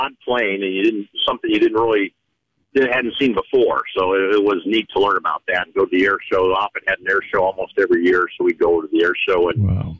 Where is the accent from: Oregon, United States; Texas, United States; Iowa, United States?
Iowa, United States; Council Bluffs; I grew up in Council Bluffs, Iowa, just across the river from Omaha.